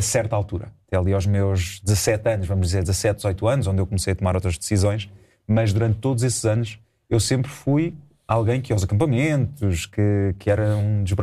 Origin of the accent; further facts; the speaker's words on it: Caldas da Rainha, Leiria, Portugal; also born or lived in Lisbon; Eu nasci em Lisboa até aos meus 3 anos. Vivi com os meus pais até aí. Depois os meus pais separaram-se e eu fui viver para as Caldas.